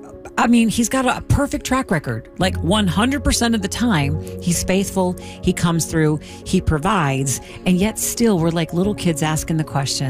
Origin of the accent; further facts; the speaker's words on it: Ellicott City, Maryland, United States; Ellicott City, my hometown